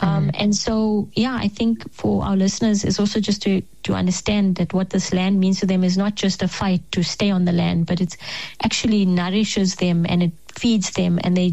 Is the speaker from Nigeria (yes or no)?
no; South Africa; it wasn't because you know, I'm South African or I'm a foreigner or that I'm something special